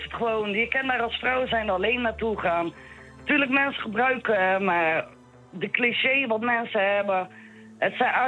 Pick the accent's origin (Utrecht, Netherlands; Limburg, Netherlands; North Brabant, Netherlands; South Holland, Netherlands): South Holland, Netherlands; Rotterdam; ik kom zelf uit Rotterdam